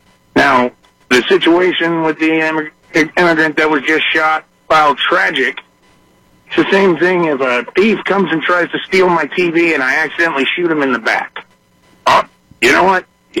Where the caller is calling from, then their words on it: Richmond, United States; Richmond.